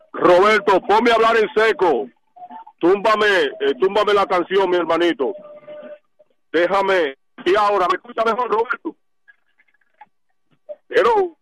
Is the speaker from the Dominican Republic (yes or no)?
yes; Dominican Republic; now in United States; cuando vine de República Dominicana en el 90, caí al Bronx, el condado de La Salsa